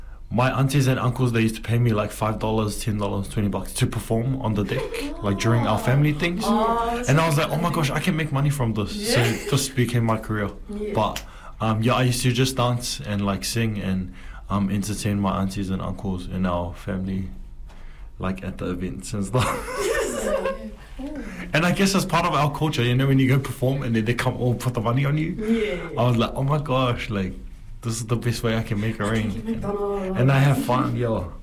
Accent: Auckland, New Zealand; So that's what life was like for me as a Pacific Island person growing up in New Zealand at the time.

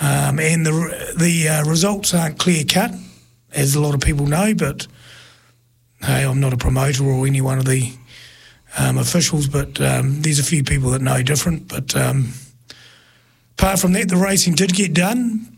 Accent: Palmerston North, Manawatū-Whanganui, New Zealand; I'm from Palmerston North.

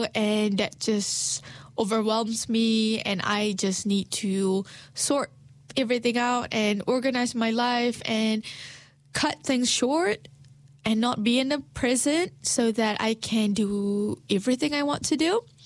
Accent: Malaysia; now in New Zealand; Being Malaysian here in Aotearoa, New Zealand, I still have my societal expectations that unfortunately I carry with me because of how I grew up or how I was raised in my community back home.

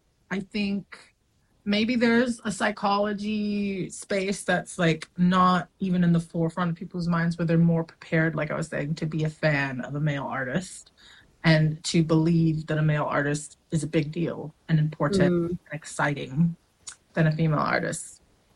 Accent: New Zealand

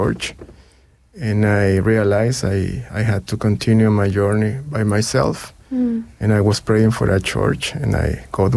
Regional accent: San Salvador, El Salvador; moved away as an adult; also born or lived in Santa Cruz, Bolivia; now in New Zealand; I was living in El Salvador, in my hometown. San Salvador is the capital city of El Salvador, a country in Central America.

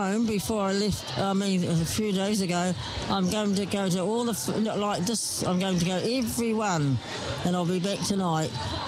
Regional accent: Dunedin, Otago, New Zealand; also born or lived in Gore; I was born in Gore, down the way. Gore, and I was brought up in Dunedin. And my mother, my grandmother was part Aboriginal, my mum's mother.

